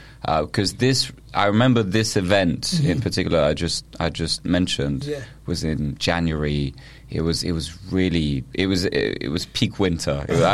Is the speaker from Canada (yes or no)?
no; Paris, Île-de-France, France; I'm from Paris.